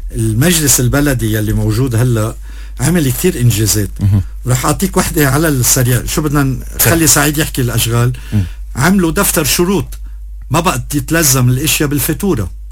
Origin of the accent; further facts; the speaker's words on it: Lebanon; لأنه نحن لبنانية، التزامنا للبنان، ولائنا للبنان. ما عنا مشروع نحن لغير لبنان. يعني هيدا أرضنا، هيدا أرض جدودنا، هيدا أرض قديسينا. يعني نحن عشنا بهيدا الوطن